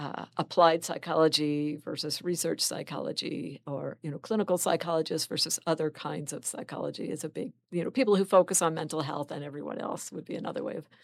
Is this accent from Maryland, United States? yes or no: yes; Maryland, United States; I grew up in Maryland, not far from Washington, D.C. So it wasn't exactly the wilderness, but I was fortunate to grow up sort of surrounded by a lot of nature. There was a creek behind my house. I was across the street from a state park